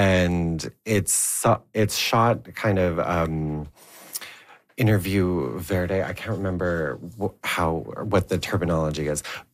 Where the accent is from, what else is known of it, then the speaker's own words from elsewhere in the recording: Hay River, Northwest Territories, Canada; moved away; I'm originally from Hay River in the Northwest Territories, where there are no art galleries. There's no fine art printing facilities.